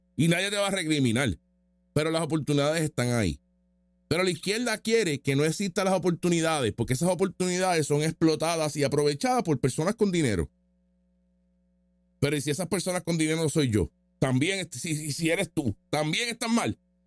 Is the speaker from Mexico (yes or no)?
no; Puerto Rico